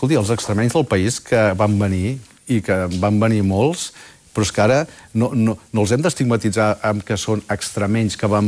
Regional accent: Catalonia, Spain; born there; jo he nascut a Catalunya

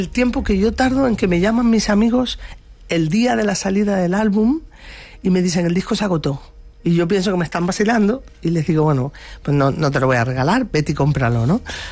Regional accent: Lanzarote, Canary Islands, Spain; moved away; En mi tierra hasta hace poco, y yo creo que en la tierra nuestra en general, no solamente en Lanzarote o en Canarias

